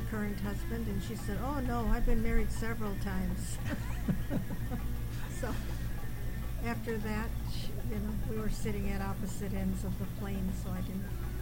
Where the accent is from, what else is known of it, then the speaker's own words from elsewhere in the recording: Detroit, Michigan, United States; growing up in Detroit